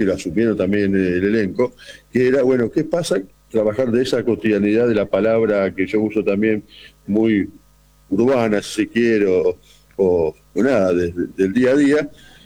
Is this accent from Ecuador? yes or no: no; Rosario, Santa Fe, Argentina; los rosarinos tenemos esa cuestión, que somos una especie de plaga a veces, que estamos dando vueltas por todos lados